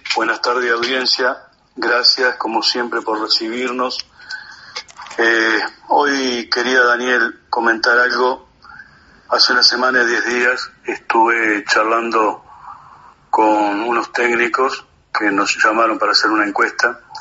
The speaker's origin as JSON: {"language": "Spanish", "country": "Uruguay", "said": "como uruguayo y como consumidores"}